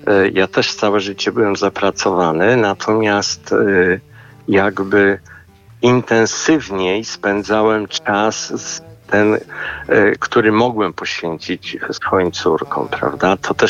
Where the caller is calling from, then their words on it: Warsaw, Masovian Voivodeship, Poland; z Warszawy.